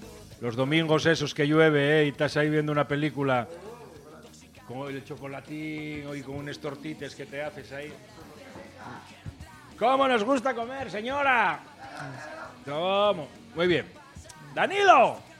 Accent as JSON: {"language": "Spanish", "region": "Asturias", "country": "Spain", "said": "De los dos, ¿no? Que somos asturianos, maldita sea."}